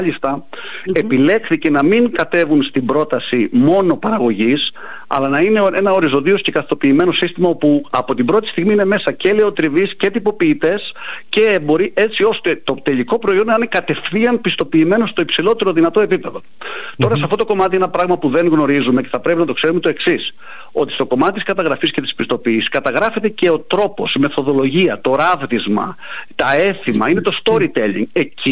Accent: Greece

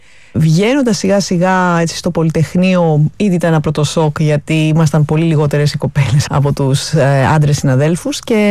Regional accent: Athens, Attica, Greece; born there; Γεννήθηκα στην Αθήνα.

